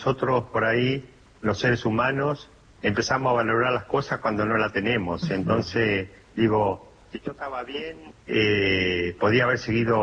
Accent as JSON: {"language": "Spanish", "country": "Argentina", "said": "la idea era correr en Argentina, que tuve muy pocas posibilidades de correr en mi país y elegí la de Buenos Aires."}